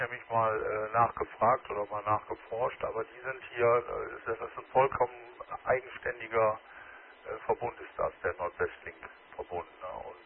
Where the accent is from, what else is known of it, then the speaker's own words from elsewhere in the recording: Lower Saxony, Germany; moved away; Papenburg, das ist meine Heimat da oben